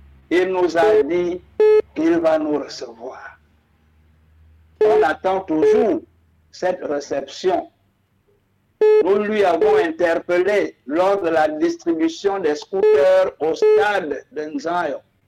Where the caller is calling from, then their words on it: Gabon; Je suis Gabonais de père et de mère.